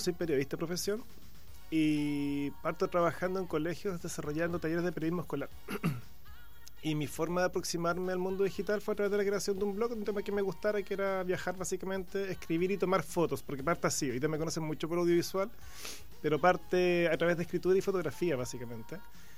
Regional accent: Punta Arenas, Magallanes and Chilean Antarctica, Chile; moved away as an adult; now in Valparaíso, Chile; Yo no soy originario de Valparaíso, yo vengo de Punta Arenas

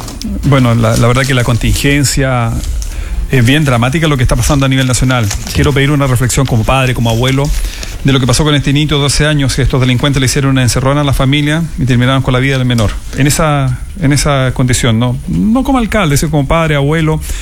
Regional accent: Chile; somos todos chilenos

